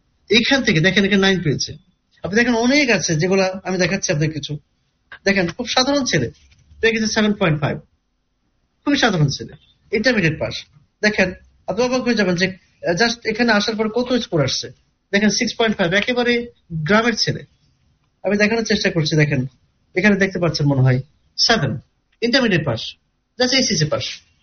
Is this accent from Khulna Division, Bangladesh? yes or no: yes; Kushtia, Khulna Division, Bangladesh; আমার বাড়ি যেমন কুষ্টিয়া